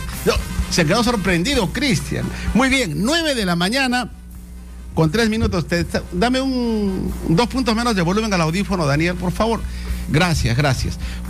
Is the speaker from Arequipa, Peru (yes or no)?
no; Huamachuco, La Libertad, Peru; yo crecí en Huamachuco, ¿no? Que es la capital de la provincia de Sánchez Carrión.